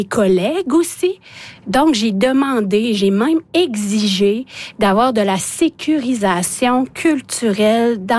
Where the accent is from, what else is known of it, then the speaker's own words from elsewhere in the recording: Canada; first language Innu-aimun; French is a second language; Imagine, moi qui parle l'inuimoun, ma langue maternelle, c'est l'inuimoun.